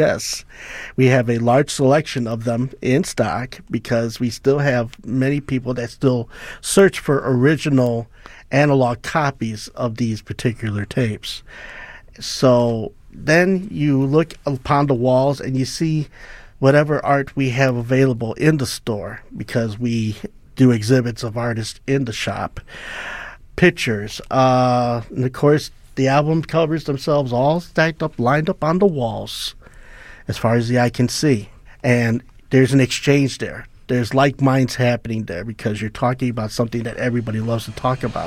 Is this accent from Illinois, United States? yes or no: yes; Chicago, Illinois, United States; Growing up in Chicago in the 1960s, I grew up on Bissell Street, and my parents had a tavern on Willow and Dayton